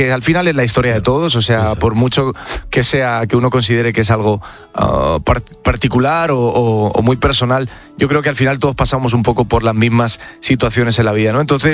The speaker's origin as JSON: {"language": "Spanish", "country": "Spain", "said": "de primera mano en España, en mi país, abrazó la primera canción que saqué"}